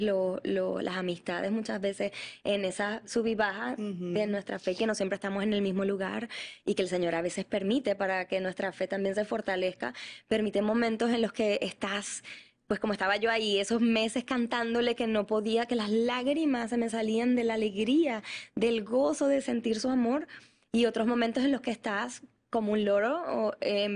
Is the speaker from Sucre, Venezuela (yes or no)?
no; Maracaibo, Zulia, Venezuela; moved away as an adult; yo soy venezolana, no sé si lo había dicho. Pero cuando me fui de Maracaibo, tenía ya la escuela más de 25 años de fundada.